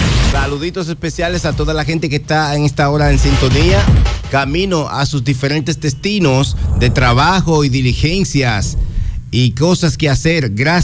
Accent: Dominican Republic; eso nos identifica como dominicanos

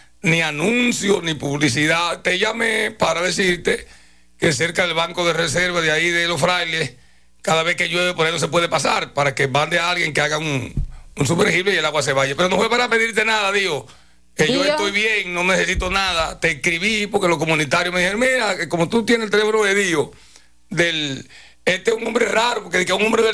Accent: San Juan, Dominican Republic; moved away; o yo me crié con él en San Juan

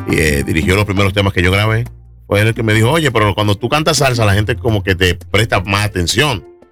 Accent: Herrera, Dominican Republic; Soy de Herrera

